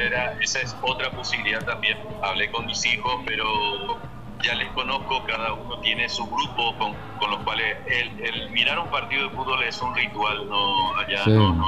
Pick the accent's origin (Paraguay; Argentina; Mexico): Paraguay; como paraguayo me desagradó la actitud de Mbappé.